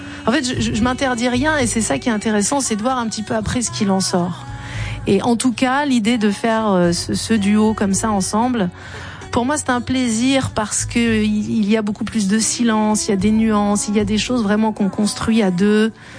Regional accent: Algeria

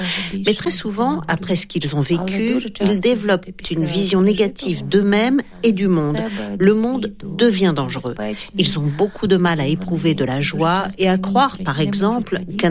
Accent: Lviv, Lviv Oblast, Ukraine; French is a second language; je viens de Lviv.

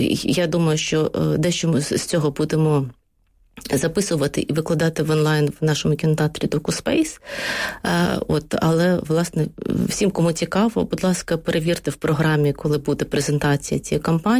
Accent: Kherson, Kherson Oblast, Ukraine; Сама з Херсону. Я знаю велику кількість людей, і частина навіть моєї родини залишилася на лівобережжі Херсонщини.

